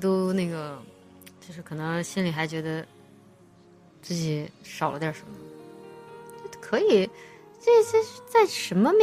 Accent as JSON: {"language": "Chinese", "region": "Chongqing", "country": "China", "tie": "born or raised there", "said": "我的家乡重庆这边，四川这边"}